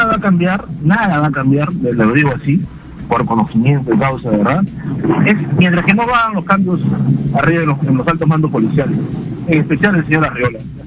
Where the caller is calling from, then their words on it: Lima, Peru; de Puente Piedra